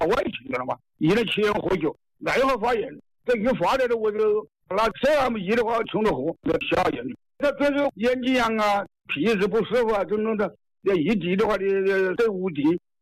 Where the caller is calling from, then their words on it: Yunmeng, Hubei, China; 我云梦的，云梦。